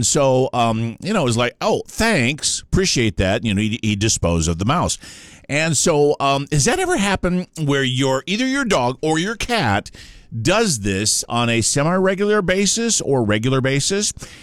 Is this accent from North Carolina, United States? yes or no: no; Rapid City, South Dakota, United States; moved away; my hometown out in Rapid City, South Dakota, you know, in Ellsworth Air Force Base